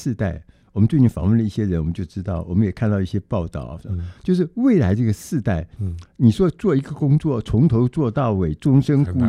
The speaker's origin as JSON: {"language": "Chinese", "country": "Taiwan", "said": "其实就是这个游轮，其实对我们台湾人来讲，以前是陌生的嘛"}